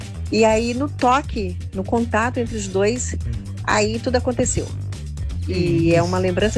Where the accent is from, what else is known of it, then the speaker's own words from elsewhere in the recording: Fortaleza, Ceará, Brazil; born there; now in Rio de Janeiro, Brazil; quando eu morava em Fortaleza